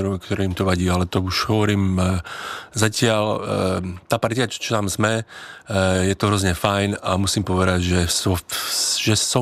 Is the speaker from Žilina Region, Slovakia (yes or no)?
no; Košice, Košice Region, Slovakia; now in Czech Republic; tak hovorím, no, akože odkiaľ si, alebo to hovorím, že já jsem z Košic